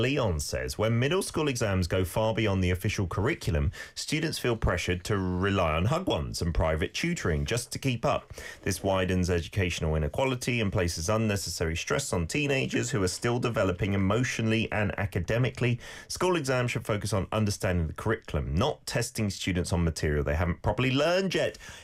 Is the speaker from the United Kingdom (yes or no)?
yes; United Kingdom; I'm a gentleman, remember. Mm-hmm. I'm from Great Britain.